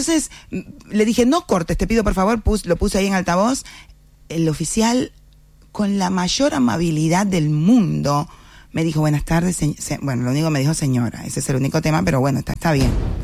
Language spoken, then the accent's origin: Spanish; Cuba; now in Uruguay; De donde yo vengo, la policía... se asocia con represión, con miedo, con cárcel. Lo menos que hace un policía en Cuba es cuidar, uh-huh, y respetar.